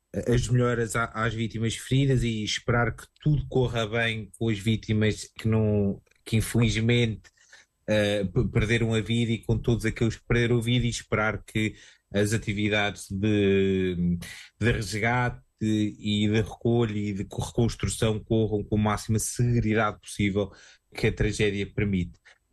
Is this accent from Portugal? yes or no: yes; Gafanha da Nazaré, Centro, Portugal; por isso fica aqui os parabéns à minha terra, à Gafanha de Nazaré